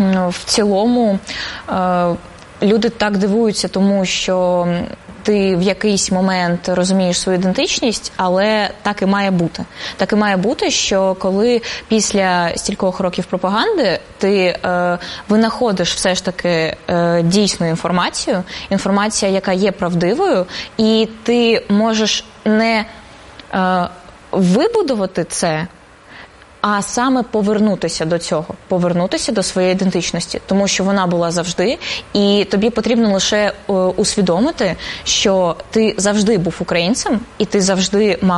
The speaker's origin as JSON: {"language": "Ukrainian", "country": "Russia", "said": "я росіянка і дуже добра росіянка, я дуже люблю українців"}